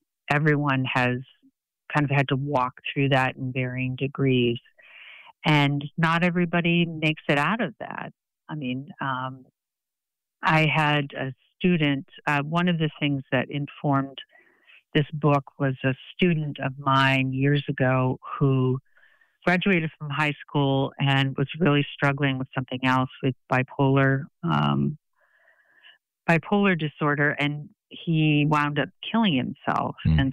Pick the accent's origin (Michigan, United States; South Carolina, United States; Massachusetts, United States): Massachusetts, United States; Boston; also born or lived in Andover / Brookline; You know, I was born in Boston and then lived in Andover, Mass for a while. And then my mom moved back to Brookline, and we lived near Fenway Park, which was cool.